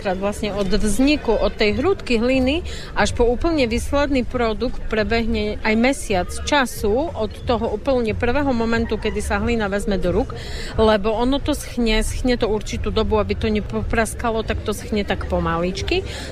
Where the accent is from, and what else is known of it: Snina, Prešov Region, Slovakia; born or raised there